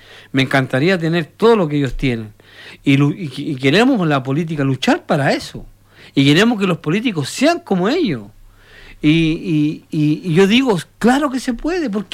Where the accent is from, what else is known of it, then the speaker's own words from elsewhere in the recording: Chile; nosotros los chilenos tenemos una proyección más alta.